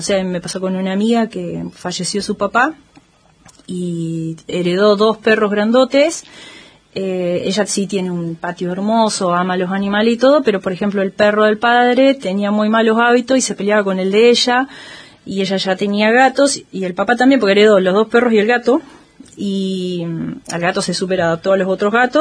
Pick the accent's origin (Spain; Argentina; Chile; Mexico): Argentina; Corcovado, Chubut; moved away; como me pasaba cuando yo era chica. ¿De qué lugar? O sea, yo te hablo de Corcovado